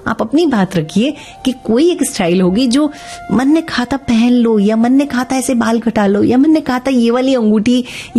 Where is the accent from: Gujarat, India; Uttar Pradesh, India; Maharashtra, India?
Maharashtra, India; Mumbai; born or raised there